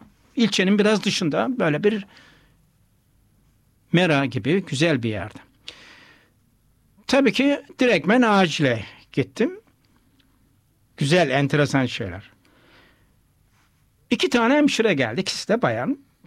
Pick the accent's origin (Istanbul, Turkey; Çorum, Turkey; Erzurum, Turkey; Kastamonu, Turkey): Kastamonu, Turkey; Azdavay; also born or lived in Germany; Bizim Azdivay'a Türkiye'nin İsviçre'si diyorlar.